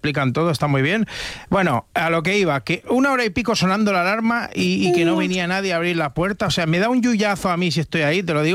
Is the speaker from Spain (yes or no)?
yes; Rubí, Catalonia, Spain; Y de Extrarradio, el de Hospitalet, yo de Rubí, vale.